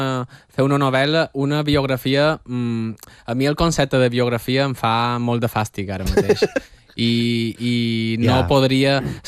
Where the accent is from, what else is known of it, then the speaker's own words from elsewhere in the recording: Balearic Islands, Spain; accent: Mallorcan; He d'advertir que ja som mallorquí i el meu català ara s'està filtrant perquè m'entengueu.